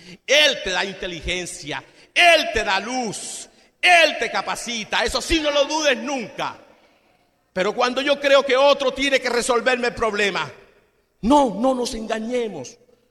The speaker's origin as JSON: {"language": "Spanish", "town": "Villanueva", "country": "Colombia", "moved": "yes", "said": "El 31 de diciembre yo celebré en mi pueblo, Villanueva."}